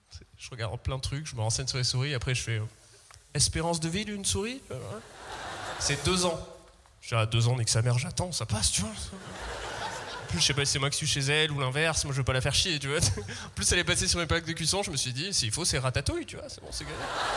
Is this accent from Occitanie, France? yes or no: yes; Seysses, Occitanie, France; now in Paris, France; Moi, je viens d'un petit village du sud-ouest qui s'appelle Seyss. Et ça fait 7 ans que j'habite à Paris.